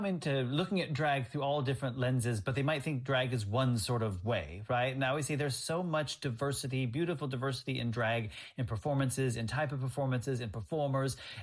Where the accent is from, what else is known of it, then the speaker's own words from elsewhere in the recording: Terre Haute, Indiana, United States; because I'm from Terre Haute, Indiana.